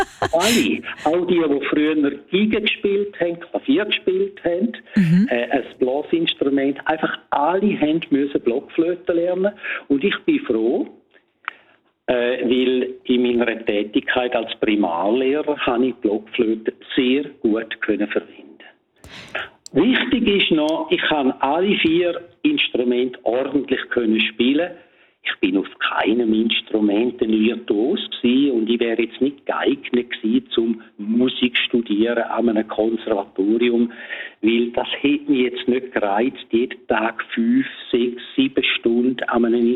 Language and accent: German; Domat/Ems, Grisons, Switzerland; Weil damals hat es in dem Dorf, wo ich aufgewachsen bin, im bündnerischen Domadems, da hat es ein Fernsehsender gegeben.